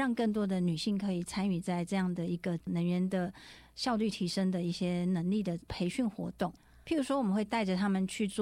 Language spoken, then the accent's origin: Chinese; Taiwan